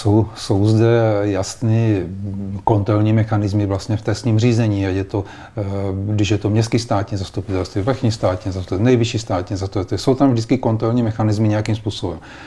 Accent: Brno, South Moravian Region, Czechia; já jsem z Brna, tak samozřejmě vím, jak se v Brně o tom mluví

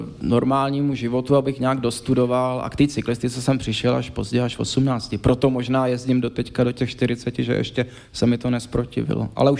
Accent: Prague, Czechia; to se mi povedlo v 11 letech, kdy jsem přecházel u nás v Praze u fotbalového stadionu Sparty tu velkou hlavní silnici

